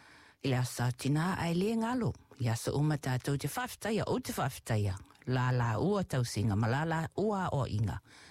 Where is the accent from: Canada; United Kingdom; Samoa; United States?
Samoa; I grew up in Samoa with a whole lot of my brothers and sisters.